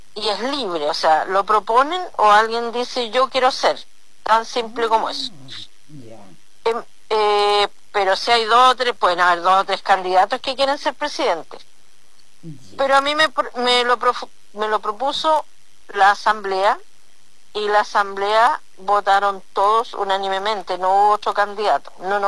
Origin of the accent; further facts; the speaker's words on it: Chile; born there; Yo soy presidenta de la Junta de Vecinos de Yequito por primera vez, de un lugar maravilloso donde yo nací